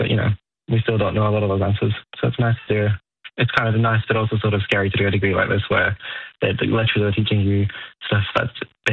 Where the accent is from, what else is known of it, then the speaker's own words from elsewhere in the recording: Wellington, New Zealand; Yeah, I grew up in Wellington.